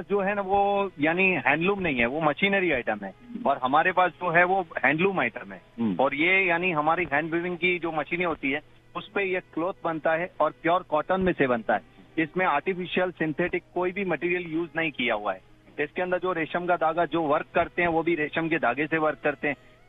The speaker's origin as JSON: {"language": "Hindi", "town": "Ahmedabad", "region": "Gujarat", "country": "India", "said": "मैं अहमदाबाद से गुजरात से हूँ"}